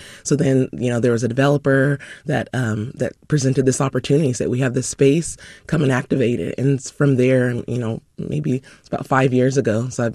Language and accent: English; Sacramento, California, United States; growing up in Sacramento